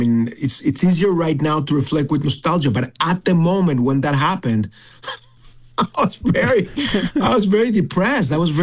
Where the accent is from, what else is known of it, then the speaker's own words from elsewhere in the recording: Mexico; Grew up in Mexico.